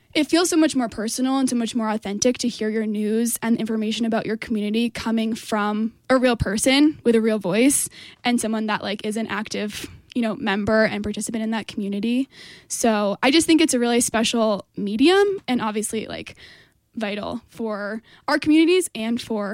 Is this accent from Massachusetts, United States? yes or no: yes; Massachusetts, United States; So I'm from Massachusetts, but the reason why you might know me is because I was an intern here at KOTO summer of 2024.